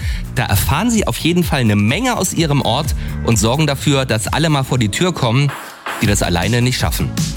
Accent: Steinbach-Hallenberg, Thuringia, Germany; Auch in meiner Heimat Steinbach-Hallenberg tut sich da gerade was.

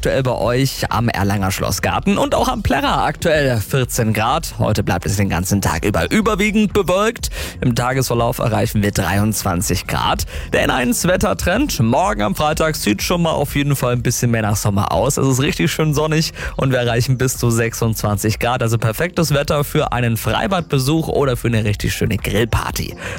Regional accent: Feucht, Bavaria, Germany; Ja, ich bin ja aus Feucht

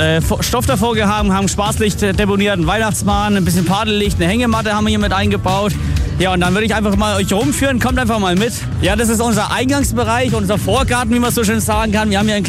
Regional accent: Bavaria, Germany; Wir kommen aus dem Landkreis Hof.

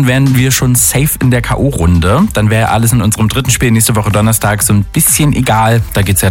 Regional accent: Munich, Bavaria, Germany; mehr Wohnraum für uns als Münchner sichern.

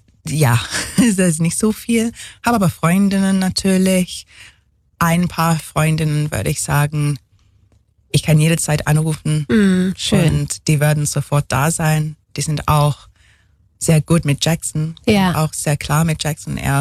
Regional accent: England, United Kingdom; German is a second language; now in Ulm, Germany; Meine Familie, ich bin Engländerin, meine Familie ist in England, in London meistens.

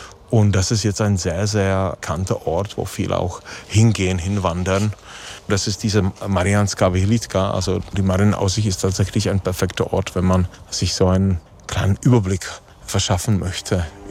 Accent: Lomnice nad Popelkou, Liberec Region, Czechia; also born or lived in Turnov; Ich bin keine 14 Kilometer von hier aufgewachsen und keine 7 Kilometer in der Tat von hier geboren in Turnow, aufgewachsen in Lomnica nad Pop

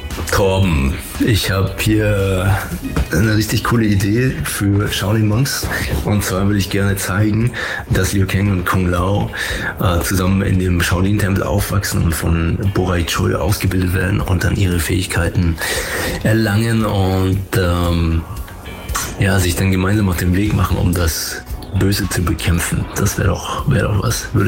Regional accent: Nuremberg, Bavaria, Germany; Ich grüße alle Nürnberger. Ich bin stolzer Nürnberger

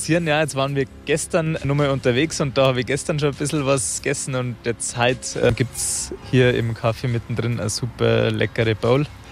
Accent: Bad Tölz, Bavaria, Germany; Ich habe früher immer gern gespielt. Ist natürlich auch bei uns in Bad Tölz historisch wahrscheinlich auch bedingt. Ich war das erste Mal, glaube ich, mit 5 Jahren im Eishockey.

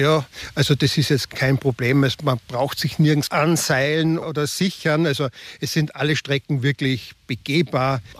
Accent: Faistenau, Salzburg, Austria; Die Wege, die ich zeige, das ist einmal direkt in meiner Heimat, in der Feistenau, der wunderschöne Litauen.

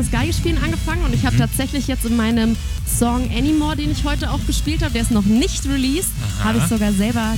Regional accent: Adelshofen, Bavaria, Germany; Genau, ich komme aus Adelshofen, das ist in der Nähe aus Fürstenfeldbruck. Ich bin eigentlich totales Dorfkind sozusagen.

